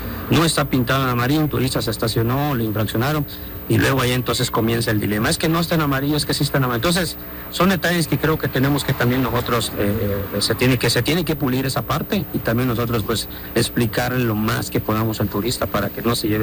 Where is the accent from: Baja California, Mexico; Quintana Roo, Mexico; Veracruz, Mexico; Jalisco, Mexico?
Quintana Roo, Mexico; Cozumel; me preguntó de dónde somos, porque vio mi INE y vio que decía pues que somos de Cozumel, ¿no?